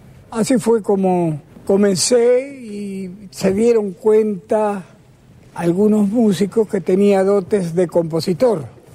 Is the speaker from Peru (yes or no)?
no; Argentina; pude conocer otros países tan, tan hermosos como este, pero no tan querido para mí como mi Argentina.